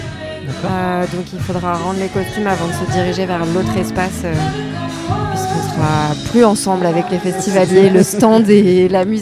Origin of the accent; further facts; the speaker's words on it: Brittany, France; par chez nous dans le Finistère.